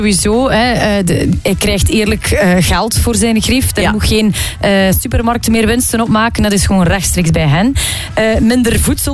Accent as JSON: {"language": "Dutch", "region": "Flanders", "country": "Belgium"}